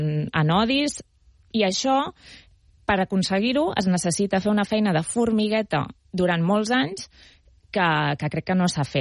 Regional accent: Berga, Catalonia, Spain; jo sóc de Berga, Manresa queda a prop

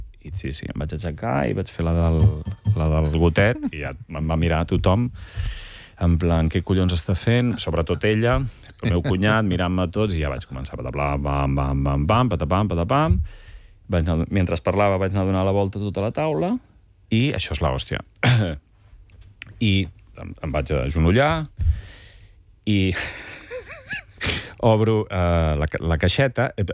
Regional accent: Altafulla, Catalonia, Spain; al meu poble, Altafulla, petitet

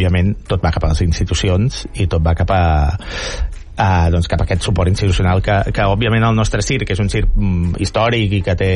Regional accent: Sabadell, Catalonia, Spain; els que som de Sabadell

